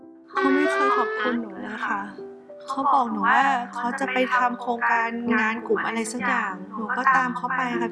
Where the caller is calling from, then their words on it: On Nut, Bangkok, Thailand; บ้านอยู่อ่อนนุชค